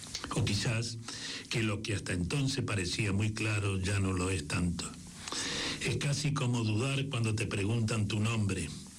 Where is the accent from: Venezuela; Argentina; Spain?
Argentina; also born or lived in Sweden; de Argentina, pero viví 2 años en Suecia, como si eso en parte me redimiera. Tres, de España, pero soy argentino.